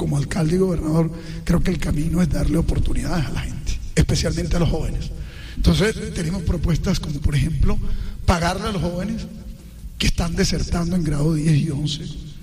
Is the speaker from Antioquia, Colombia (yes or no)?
no; Santa Marta, Magdalena, Colombia; also born or lived in Aracataca; yo nací en Santa Marta, soy criado en, nací en Aracataca, criado en Santa Marta, hijo de una madre trabajadora que fue muchos años empleada doméstica, aseadora, de un hospital público, de un maestro, viví en barrios populares